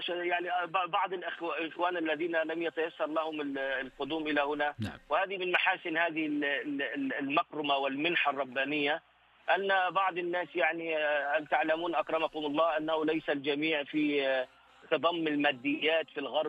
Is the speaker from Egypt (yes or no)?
yes; Egypt; now in Amsterdam, Netherlands; أنا أصلا من مصر